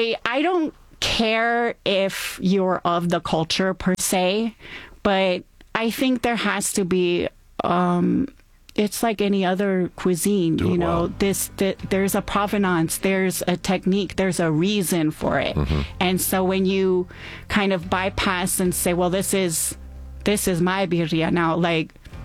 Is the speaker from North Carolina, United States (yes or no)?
no; Detroit, Michigan, United States; taking kind of these very familiar tastes that we grew up with in Metro Detroit, or most of us grew up